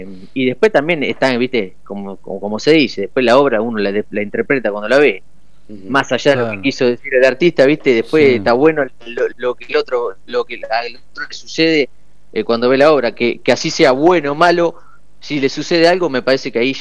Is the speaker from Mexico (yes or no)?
no; Azul, Buenos Aires Province, Argentina; also born or lived in La Plata; Yo soy de tal cual, soy de Azul. Bueno, sí. Después de estudiar allá en La Plata, ya me vine para acá.